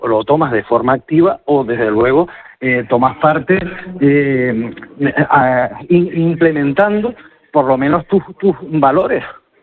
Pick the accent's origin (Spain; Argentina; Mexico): Spain; Canary Islands; yo me siento muy canario